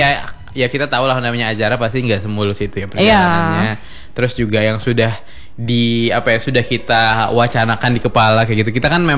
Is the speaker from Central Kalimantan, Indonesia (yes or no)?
yes; Palangka Raya, Central Kalimantan, Indonesia; Kita sebagai warga Palangkaraya